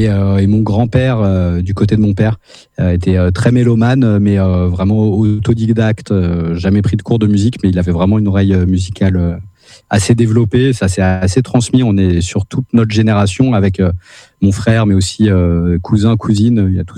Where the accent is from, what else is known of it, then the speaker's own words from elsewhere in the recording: Île-de-France, France; Moi, j'ai grandi en région parisienne. Je suis banlieusard à la base, fils de deux parents syndicalistes et militants au Parti communiste.